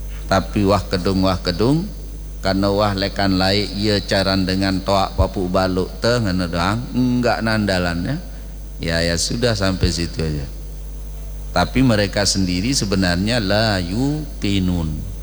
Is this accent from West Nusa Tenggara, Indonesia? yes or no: yes; West Nusa Tenggara, Indonesia; born there; Artinya tiba-tiba itu kita taunya sudah lahir aja di Lombok.